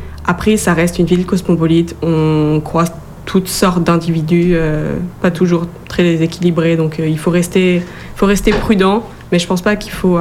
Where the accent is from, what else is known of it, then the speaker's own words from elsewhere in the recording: France; now in Quebec, Canada; nous, en tant que Français de France, on a un français qui s'est modernisé